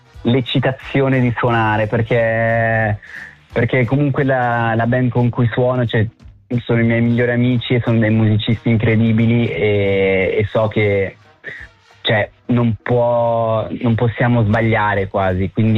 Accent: Switzerland; certa gente sa che sono svizzero

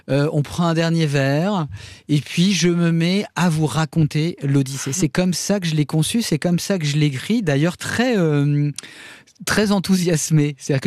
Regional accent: Le Havre, Normandy, France; moi je viens du Havre, une ville, un port, voilà, ouvert sur l'horizon, avec des cargos, etc.

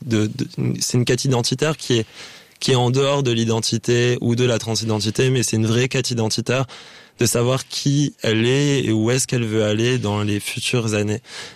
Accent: Réunion; je suis né à La Réunion, j'ai grandi à La Réunion et je voulais partir de l'île.

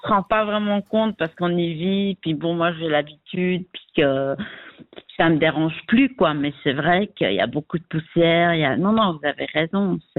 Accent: Geneva, Switzerland; Alors, moi, je suis genevoise, donc je suis revenue dans mes terres, mais je trouve qu'il y a quand même pas mal de violence à Genève.

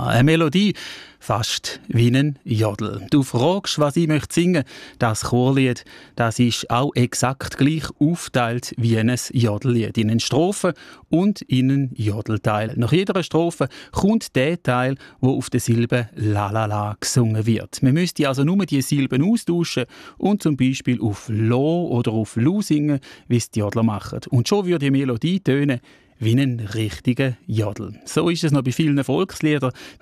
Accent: Thurgau, Switzerland; wäre ja eine Schande, wenn ich als Thurgauer das nicht wüsste.

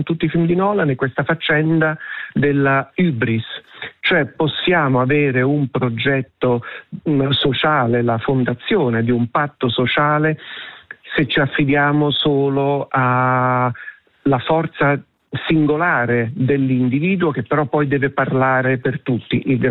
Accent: Zurich, Switzerland; moved away; Come sapete, sono nato in Svizzera

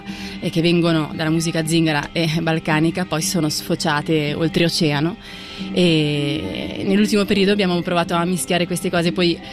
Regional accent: Ticino, Switzerland; born or raised there

